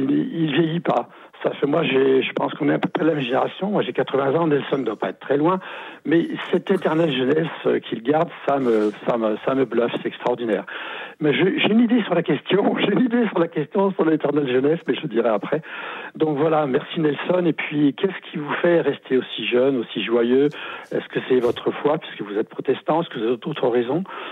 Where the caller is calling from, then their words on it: Auvergne-Rhône-Alpes, France; Je suis un Auvergnat. J'habite à côté de Clermont-Ferrand.